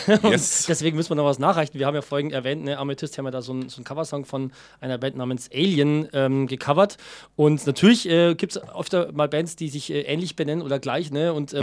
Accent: France; German is a second language; Ich komme aus Frankreich.

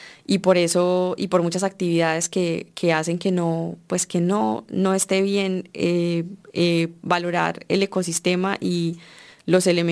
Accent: Colombia

